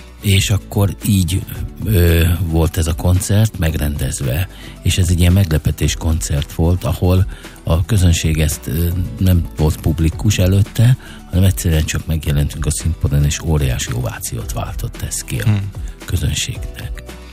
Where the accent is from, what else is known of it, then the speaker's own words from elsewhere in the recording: Győr, Győr-Moson-Sopron, Hungary; born there; a családom az Győrből származik. Tehát a gyökerek igazán ebből Győrben vannak, tehát mind a hárman Győrbe születtünk, az édesapám is Győrbe született, az édesanyám is Győrbe született